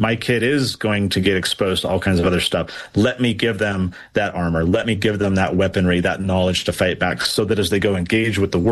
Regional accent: Poway, California, United States; I grew up in Poway, which is in San Diego, and we were the Titans, the Poway Titans.

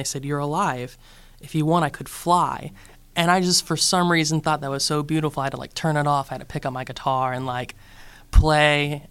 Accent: South Carolina, United States; now in New York, United States; South Carolina, and funny enough, I moved back to New York because I have more friends there than in my hometown

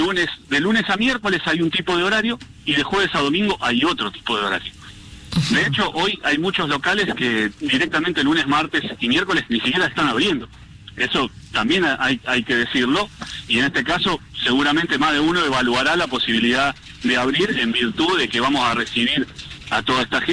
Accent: Santa Fe, Argentina; yo como santafesino, como orgulloso santafesino, vecino de mi barrio del Centenario

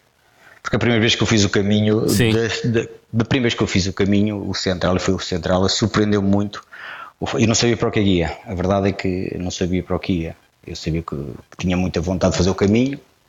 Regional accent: Portugal; Somos portugueses tão genuínos

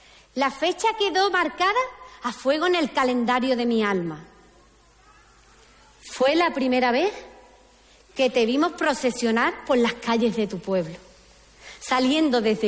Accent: Cartaya, Andalusia, Spain; ¡Viva mi pueblo de Cartaya!

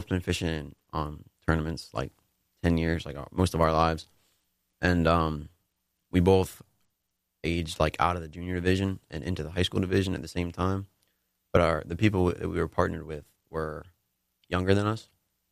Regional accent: Holden, Maine, United States; I'm from Holden.

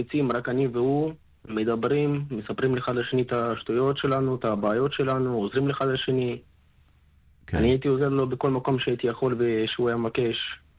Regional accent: Nesher, Haifa District, Israel; אני מנשר, אני בן 21 עוד מעט.

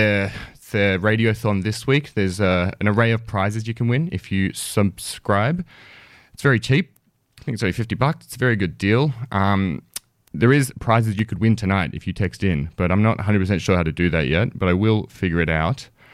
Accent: Melbourne, Victoria, Australia; moved away as an adult; now in Canberra, Australia; I've been here in Canberra for a couple of years now. I'm originally from Melbourne.

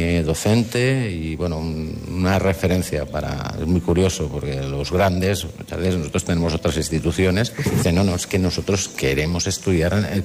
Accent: Valencian Community, Spain; eso digamos que constituye la base de nuestra idiosincrasia, ¿no?, como valencianos.

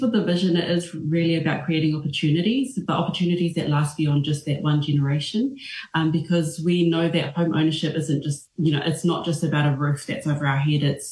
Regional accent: Samoa; now in Wellington, New Zealand; I hail from Samoa. Villages are Sanapu and Salimoa. And here in Wellington from the Heart Valley.

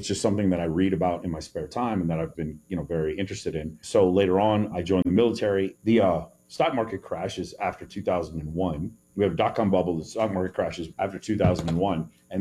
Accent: Dallas, Texas, United States; I'm from East Dallas. East Dallas is a very multicultural, it's mostly Hispanic part of town.

